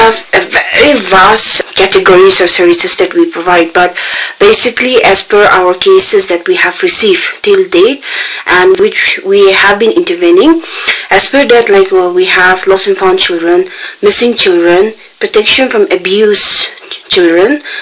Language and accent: English; Nagaland, India; we are from Nagaland itself, from our own community.